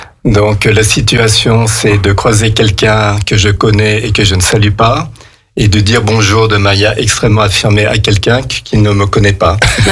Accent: Lyon, Auvergne-Rhône-Alpes, France; born there; also born or lived in Normandy / Savoie; now in Aix-les-Bains, France; moi j'ai pas grandi en Normandie, né en Savoie, mais à Lyon

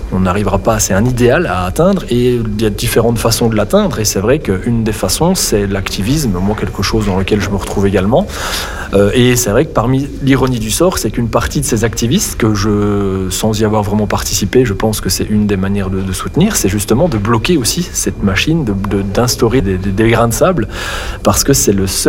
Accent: Belgium; moi je suis belge

